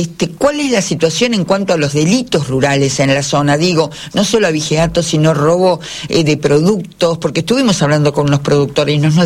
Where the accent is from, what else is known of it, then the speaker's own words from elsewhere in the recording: Nogoyá, Entre Ríos, Argentina; de Nogoyá en Entre Ríos.